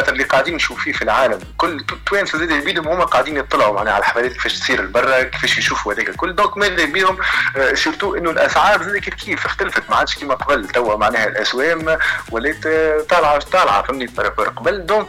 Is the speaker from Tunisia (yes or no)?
yes; Tunisia; احنا جمهور تونسي